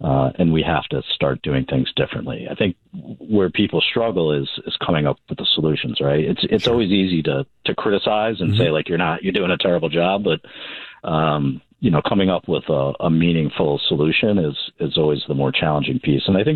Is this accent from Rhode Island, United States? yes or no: yes; Narragansett, Rhode Island, United States; I'm from Narragansett. When I went to high school, you know, it was 126 kids.